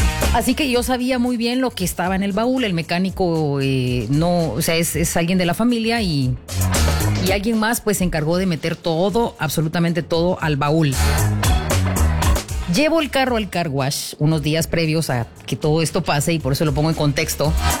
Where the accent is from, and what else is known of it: Guatemala